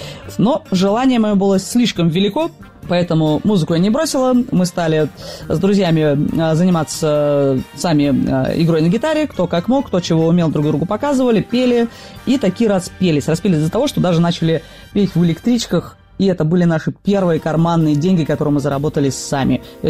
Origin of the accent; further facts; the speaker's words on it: Kaliningrad Oblast, Russia; born or raised there